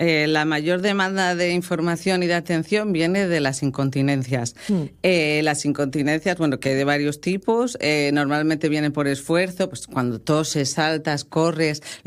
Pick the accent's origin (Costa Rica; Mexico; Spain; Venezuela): Spain; Santander, Cantabria; moved away as an adult; now in Caravia, Spain; antes de venir a vivir aquí a Asturias, que yo soy de Santander, y al principio, claro, pues era hace 12 años que llevo aquí. Me vine a vivir a Caravia, que al final es un concejo de los más pequeños de Asturias